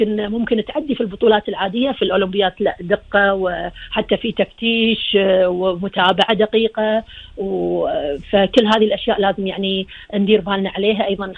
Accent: Kuwait; لديرتنا الكويت

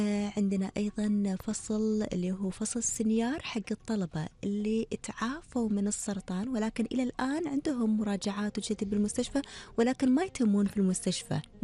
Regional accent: Kuwait; من أجمل الصور اللي هو أبهى صور التطوع عندنا بالكويت

